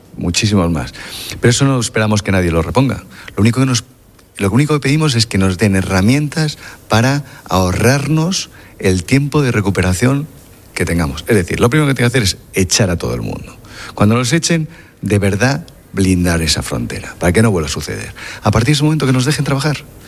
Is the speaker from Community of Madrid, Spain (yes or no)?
yes; Community of Madrid, Spain; now in Ceuta, Spain